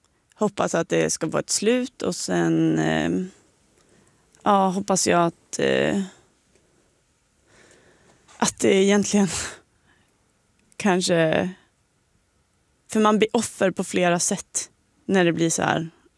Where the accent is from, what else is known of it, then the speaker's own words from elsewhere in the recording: Sollefteå, Västernorrland County, Sweden; moved away; jag kommer liksom från Sollefteå, en liten stad där jag... liksom alltid varit väldigt godtrogen mot människor